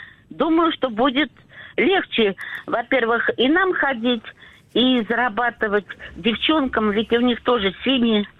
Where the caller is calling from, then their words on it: Voronezh, Voronezh Oblast, Russia; Я звоню из Воронежа.